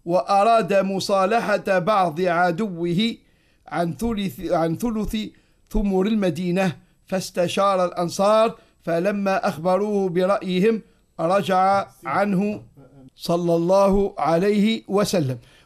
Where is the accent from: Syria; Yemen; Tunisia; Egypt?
Tunisia; احنا عندنا في تونس عائلة المزي في طبربة